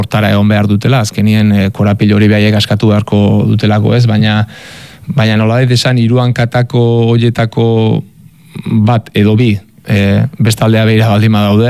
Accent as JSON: {"language": "Basque", "town": "Azpeitia", "region": "Basque Country", "country": "Spain", "said": "eta Azpeitiarra Gipuzkoarra naiz"}